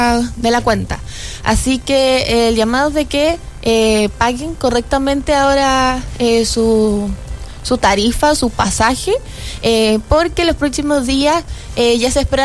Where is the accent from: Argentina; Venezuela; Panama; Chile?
Chile; Sí, a última hora, como buen chileno.